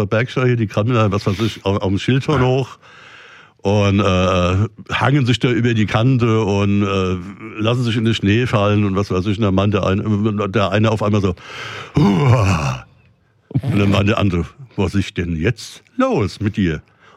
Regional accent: Bern, Switzerland; ich bin Schweizer und ich komme auch noch aus dem Berner Oberland. Wir sind eh die langsam, wir sind die Ostfriesen der Schweiz sozusagen.

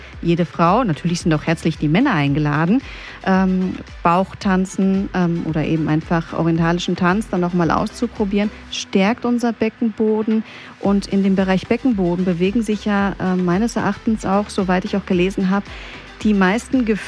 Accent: Greece; also ich komme ja aus Griechenland und da ist ja auch verstärkt die Musikrichtung dann auch sehr dominant.

